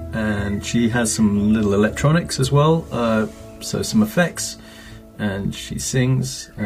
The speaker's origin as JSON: {"language": "English", "town": "Norwich", "region": "East of England", "country": "United Kingdom", "also_born_or_lived": "London", "moved": "yes", "lives_now": "Frome, United Kingdom", "said": "I'm from Norwich."}